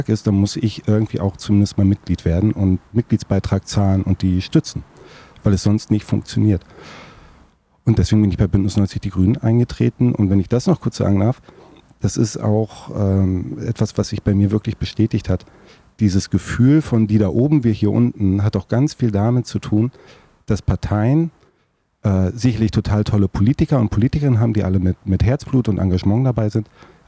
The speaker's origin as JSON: {"language": "German", "town": "Ludwigslust", "region": "Mecklenburg-Vorpommern", "country": "Germany", "tie": "born or raised there", "lives_now": "Rostock, Germany", "said": "Rostock ist meine Heimatstadt geworden, aber geboren und aufgewachsen bin ich in Ludwigslust."}